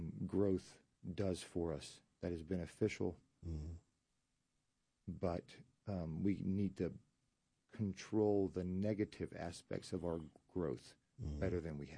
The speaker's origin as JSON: {"language": "English", "country": "Argentina", "tie": "born or raised there", "moved": "as an adult"}